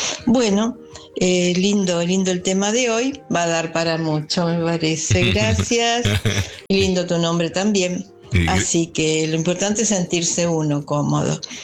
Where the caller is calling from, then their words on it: Mar del Plata, Buenos Aires Province, Argentina; de Mar del Plata.